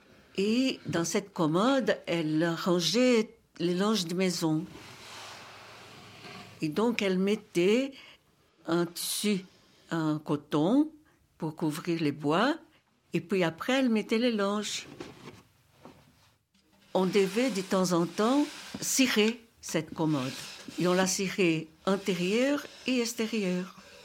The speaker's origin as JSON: {"language": "French", "region": "São Paulo", "country": "Brazil", "tie": "born or raised there", "second_language": "French", "moved": "yes", "said": "Je suis née à São Paulo, au Brésil, le 26 octobre 1947. São Paulo, à cette époque-là, était déjà une grande ville. Et nous vivions à la périphérie sud."}